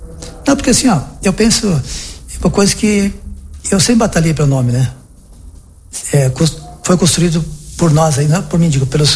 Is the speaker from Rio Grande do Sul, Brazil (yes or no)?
yes; Marau, Rio Grande do Sul, Brazil; nós somos de Marau